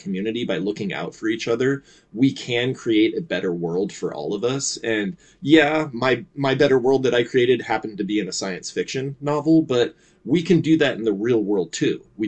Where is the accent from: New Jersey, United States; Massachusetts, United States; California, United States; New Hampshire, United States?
California, United States; Seal Beach; now in Huntington Beach, United States; I grew up in Seal Beach, which is in the district. Currently live in Huntington Beach, which is in the district. So like I've lived here pretty much my entire life.